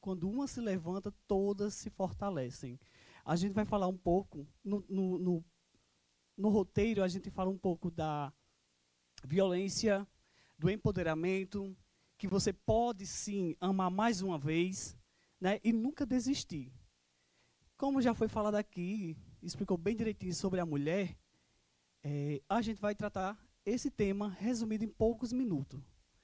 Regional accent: Santana do Seridó, Rio Grande do Norte, Brazil; Nós viemos lá de Santana do Seridó, onde tem o melhor Santo Antônio do povo do Rio Grande do Norte.

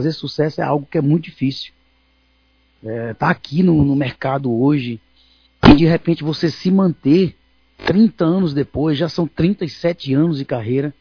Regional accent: the sertão, Northeast Brazil, Brazil; moved away; Eu nunca imaginei de onde vim, né? Do sertão, do interior.

